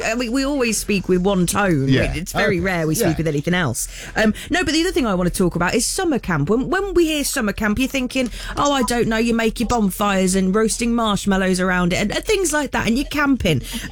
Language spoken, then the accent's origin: English; Dudley, West Midlands, United Kingdom; I'm from Dudley, AI.